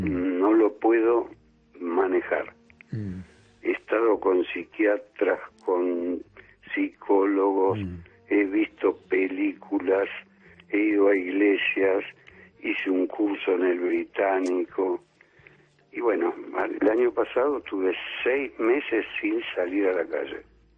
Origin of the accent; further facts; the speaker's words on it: Italy; Yo soy italiano y ella es vasca.